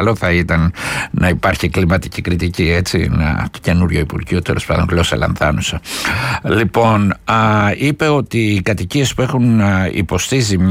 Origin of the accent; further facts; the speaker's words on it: Vyronas, Attica, Greece; ως Βυρονιώτης και εγώ, με αγάπη ιδιαίτερη στην πόλη μου